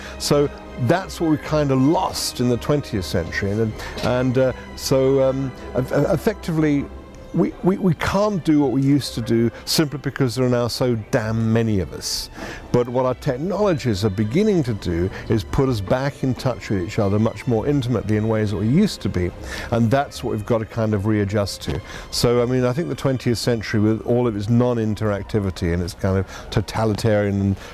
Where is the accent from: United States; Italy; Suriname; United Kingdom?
United Kingdom; I'm British and we are pedantic.